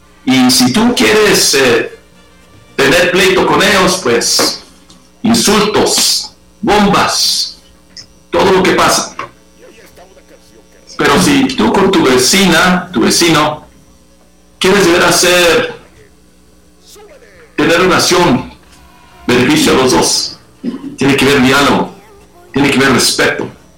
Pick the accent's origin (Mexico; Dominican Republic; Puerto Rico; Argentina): Mexico; moved away; Es el propósito que salí de México.